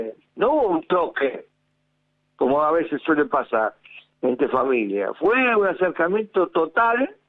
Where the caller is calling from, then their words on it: Rosario, Santa Fe, Argentina; De Choromá, de Rosario.